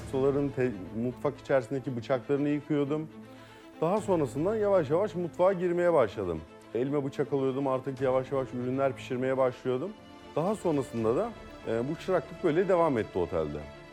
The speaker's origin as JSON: {"language": "Turkish", "region": "Istanbul", "country": "Turkey", "tie": "born or raised there", "said": "İki çocuklu bir ailenin en büyük çocuğuyum. Genel olarak İstanbul'da doğdum."}